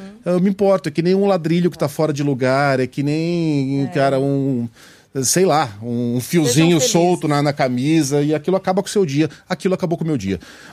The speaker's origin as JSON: {"language": "Portuguese", "country": "Brazil"}